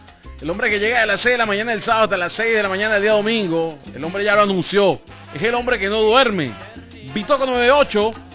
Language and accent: Spanish; Venezuela; Nosotros somos venezolanos y somos hermanos de la misma patria.